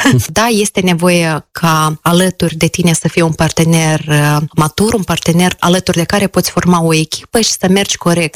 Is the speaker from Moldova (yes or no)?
yes; Chișinău, Moldova; also born or lived in Hirova, Călărași District; Copilăria am petrecut-o la țară mai mult, chiar dacă eu sunt de origine din Chișinău, dar așa a fost să fie ca în fiecare vară, de la început de iunie până la sfârșit de august, părinții să ne lase la bunei la țară, ei să-și continue activitatea în oraș și am petrecut-o în raionul Călăraș